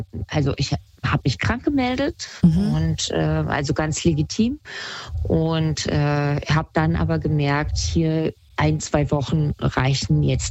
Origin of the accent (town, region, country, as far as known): Kassel, Hesse, Germany